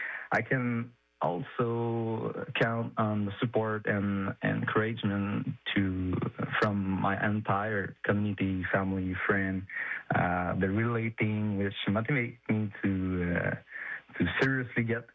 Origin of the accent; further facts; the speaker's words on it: Victoriaville, Quebec, Canada; the finish line was Victoriaville, my hometown